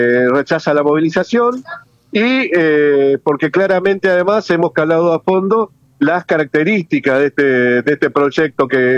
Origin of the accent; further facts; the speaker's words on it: Entre Ríos, Argentina; los que somos trabajadores del Estado provincial